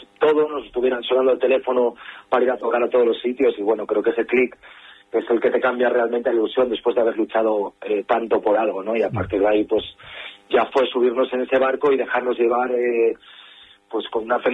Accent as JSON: {"language": "Spanish", "region": "Asturias", "country": "Spain", "said": "al final somos asturianos"}